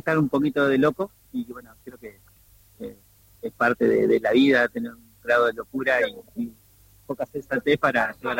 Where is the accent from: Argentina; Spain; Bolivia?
Argentina; Viale, Entre Ríos; born there; now in Paraná, Argentina; Claro, yo tenía acá a 50 kilómetros, tengo donde nací en Viale, tengo ciclo 2, un pequeño lugar donde procesamos la carne.